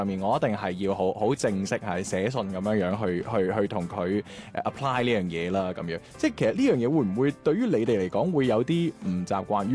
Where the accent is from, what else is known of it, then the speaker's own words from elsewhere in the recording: Guangzhou, Guangdong, China; 我自己作為廣州人啦，即係我成日去香港出 trip 啊